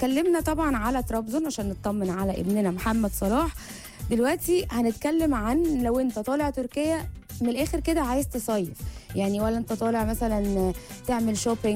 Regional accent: Egypt; احنا كمصريين

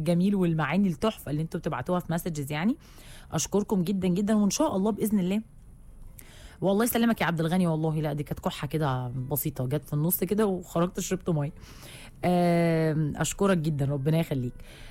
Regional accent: Egypt; على اعتبار ان احنا كمصريين وكعرب واعتقد الانسانيه اجمع

